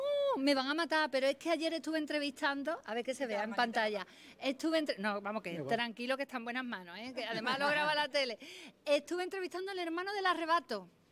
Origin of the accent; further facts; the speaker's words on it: Seville, Andalusia, Spain; Soy de Sevilla. A ver, nosotros también venimos hoy de Sevilla.